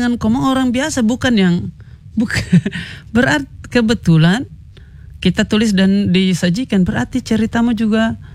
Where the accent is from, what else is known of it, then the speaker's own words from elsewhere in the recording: Buton, Southeast Sulawesi, Indonesia; also born or lived in Wakatobi; kami orang Buton bicaranya berbeda.